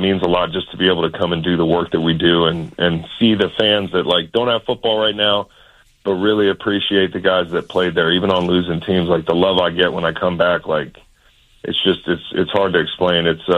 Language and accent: English; Charlottesville, Virginia, United States; my hometown in Charlottesville